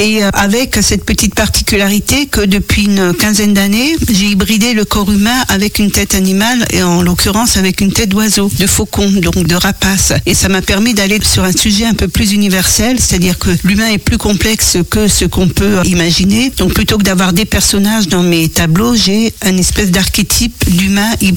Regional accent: Grand Est, France; Je viens d'Alsace, donc j'étais dans une petite commune

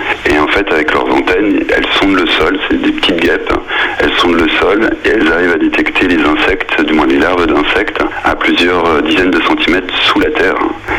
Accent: eastern France, France; Je viens de l'est de la France, donc les cigognes je connaissais

